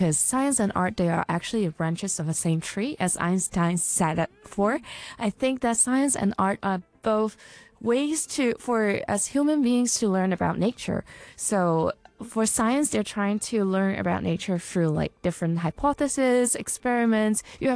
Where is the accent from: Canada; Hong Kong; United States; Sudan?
Hong Kong